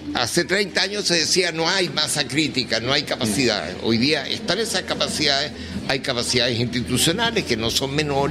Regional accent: Puerto Montt, Los Lagos, Chile; moved away as an adult; now in Santiago, Chile; No, yo soy de Puerto Montt

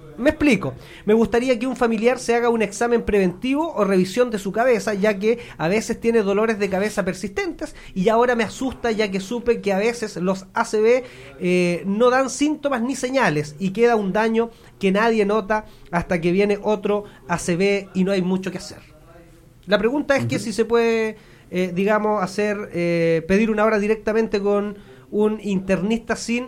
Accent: Chile; como chilenos, muchas veces somos... re malos para ir a un chequeo

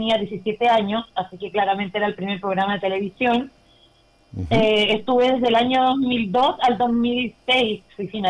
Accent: Chile; yo creo que los chilenos tenemos una fortaleza extra

